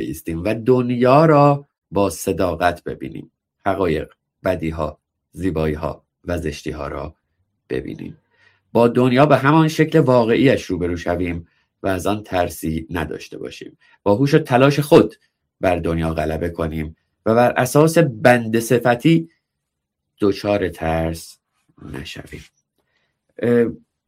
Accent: Iran; moved away; چون من 20 سال پیش از ایران اومدم بیرون

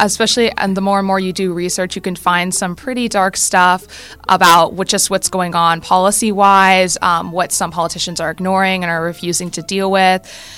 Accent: Bridgeville, Pennsylvania, United States; I'm from the Bridgeville community.

